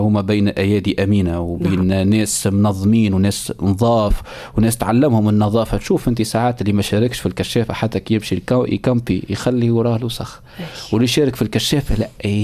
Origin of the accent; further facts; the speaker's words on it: Sahel, Tunisia; باعتبار اني من الساحل،